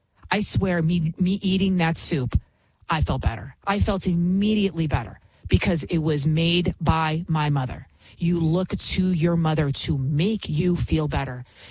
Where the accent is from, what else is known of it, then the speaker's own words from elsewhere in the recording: New York City, New York, United States; now in about 25 miles outside New York City, United States; You can tell I'm from the Bronx, right?